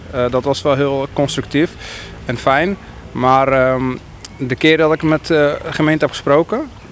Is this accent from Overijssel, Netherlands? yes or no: no; Wageningen, Gelderland, Netherlands; born there; Ik ben geboren in Wageningen. Ik heb er ook 26 jaar gewoond. Gestudeerd aan de Wageningen Universiteit.